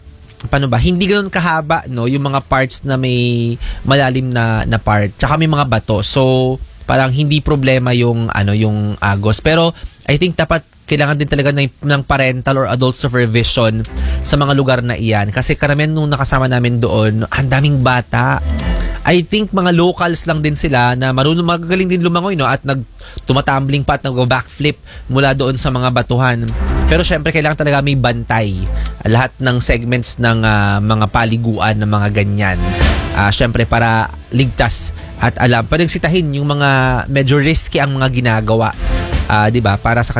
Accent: Bicol Region, Philippines; moved away; nung umuwi ako sa Bicol, sa Catanduanes noong Holy Week, may isang bayan sa amin.

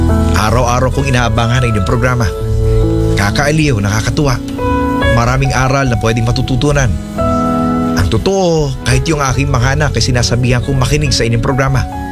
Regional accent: Davao Region, Philippines; Nagmula rin po ako sa isang pamilyang napakahirap, Kapitan. Lumaki ako sa Davao del Sur. Apat kaming magkakapatid at ako po ang panganay.

